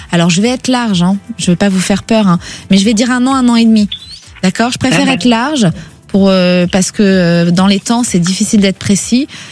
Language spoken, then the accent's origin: French; Antibes, Provence-Alpes-Côte d'Azur, France; moved away; 06, Antibes. Oh là là, qu'est-ce que je connais bien Antibes. J'y ai passé toute mon enfance.